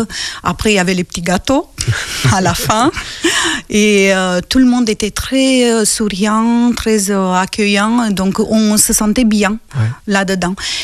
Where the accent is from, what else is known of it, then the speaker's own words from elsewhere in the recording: Războieni, Iași County, Romania; accent: Romanian; French is a second language; moved away as an adult; also born or lived in Italy; now in France; moi, je suis née à Iași, mais j'ai vécu à 50 km dans la campagne. Et cette petite ville que j'aime beaucoup s'appelle Războieni. Et c'est là que j'ai grandi.